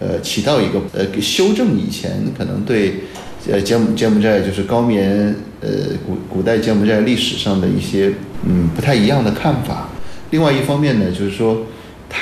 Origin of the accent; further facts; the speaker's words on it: China; 我们中国人当时是怎么样把他们的文化给揭露下